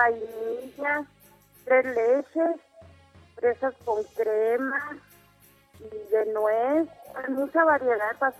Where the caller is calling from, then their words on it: Mexico; De la Benito Juárez